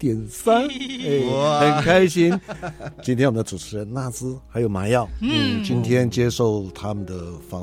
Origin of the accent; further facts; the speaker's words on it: Taitung, Taitung County, Taiwan; 我是来自台东，我是阿美族、嗯、所以